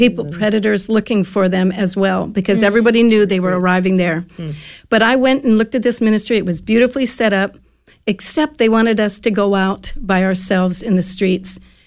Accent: Hawaii, United States; moved away as an adult; also born or lived in Connecticut; in college, I moved from Hawaii to Connecticut

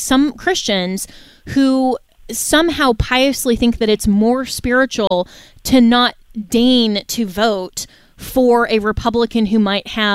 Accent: Florida, United States; You know, here in my home state of Florida, for governor.

